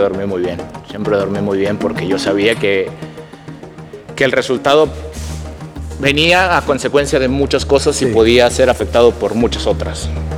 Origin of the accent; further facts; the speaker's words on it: Mexico; Yo creo que yo hubiera cambiado sin duda el haber ido a Juegos Olímpicos por jugar un mundial en mi país.